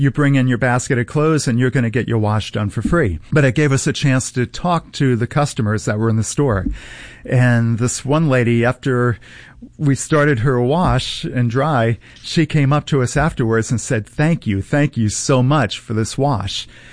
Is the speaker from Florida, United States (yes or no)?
yes; Vero Beach, Florida, United States; So I am a lifelong resident of the Treasure Coast, born and raised in Vero Beach.